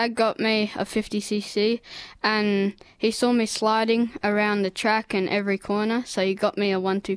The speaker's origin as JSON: {"language": "English", "country": "Australia", "said": "like we do back in Australia."}